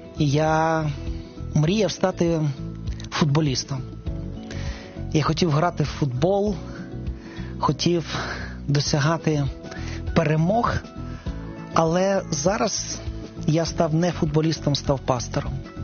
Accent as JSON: {"language": "Ukrainian", "region": "Kyiv", "country": "Ukraine", "tie": "born or raised there", "said": "я виріс на Троєщині, в Києві на Троєщині"}